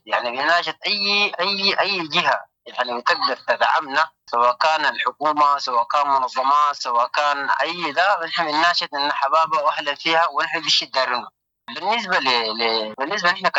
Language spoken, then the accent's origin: Arabic; Sudan